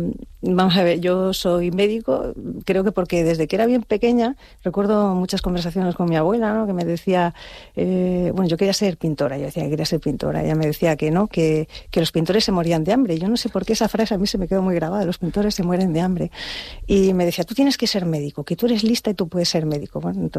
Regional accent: Madrid, Community of Madrid, Spain; moved away as an adult; now in Canary Islands, Spain; si tengo que hablar de un punto de partida en mi vida es Madrid. Yo soy de Madrid, aunque bueno, me siento ya casi la mitad de mi vida la llevo en Canarias, bueno, un poco menos, pero prácticamente. Pero sí que es verdad que ese es mi origen, ¿no? Mi vida en Madrid, mi infancia en Madrid

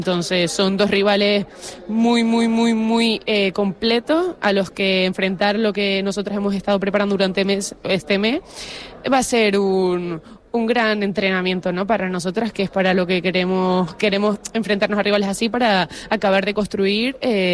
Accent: Canary Islands, Spain; Jugar con la absoluta y encima en mi tierra, con mi gente, siento orgullo máximo.

